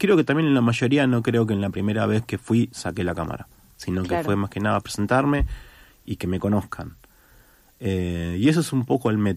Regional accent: Rafael Castillo, Buenos Aires Province, Argentina; born there; salvo en el barrio donde yo nací, ahí se me complicó. Que fue el barrio donde, digamos, que todo lo que era la zona de Rafael Castillo, Morón, fue el más picante.

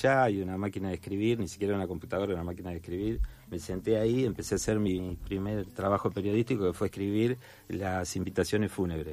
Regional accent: Paysandú, Uruguay; now in Argentina; Yo soy de Paysandú

